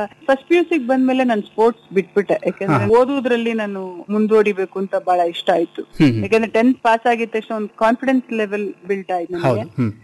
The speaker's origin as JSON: {"language": "Kannada", "region": "Karnataka", "country": "India", "said": "ಯಾಕಂದ್ರೆ ನಾನು ಕರ್ನಾಟಕದವಳು ಇರೋದ್ರಿಂದ ನನ್ಗೆ ಇಲ್ಲಿ ಹೆಸರು ಮಾಡ್ಬೇಕು ಅನ್ನೋ ಆಸಕ್ತ"}